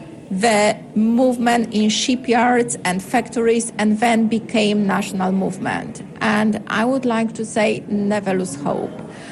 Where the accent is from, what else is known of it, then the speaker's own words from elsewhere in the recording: Poland; As you know, I come from Poland